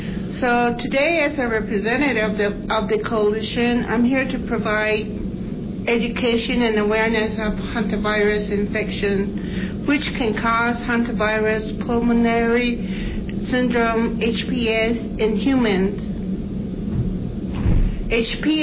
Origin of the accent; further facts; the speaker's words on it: Arizona, United States; I'm from Palatka, Arizona, and I am Tewa and Hopi from the Tobacco Clan